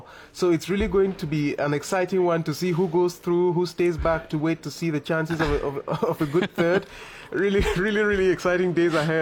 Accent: Cameroon; I came from Cameroon

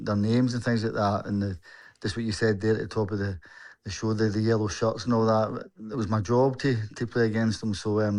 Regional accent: Scotland, United Kingdom; Well, I think growing up in Scotland, we're a small nation and Brazil's an iconic footballing country.

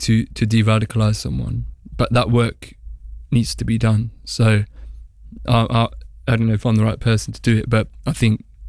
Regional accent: Leamington Spa, West Midlands, United Kingdom; now in London, United Kingdom; from Leamington Spa, moved to London

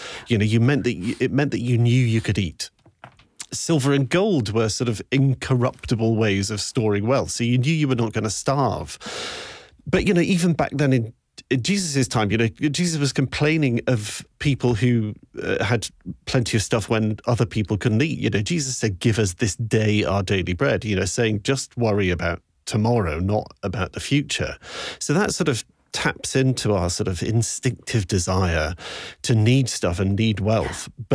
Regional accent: Yorkshire and the Humber, United Kingdom; now in Scotland, United Kingdom; I'm a Yorkshireman who has lived most of my life in Scotland

